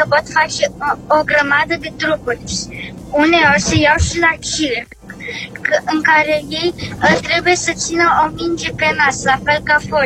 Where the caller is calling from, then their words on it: Bacău, Bacău County, Romania; din Bacău.